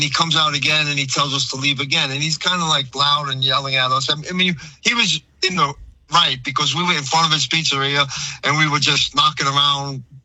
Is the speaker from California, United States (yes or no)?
no; Brooklyn, New York, United States; So my neighborhood was a mixed neighborhood of Italians, Italian, Jewish, Irish, some Spanish.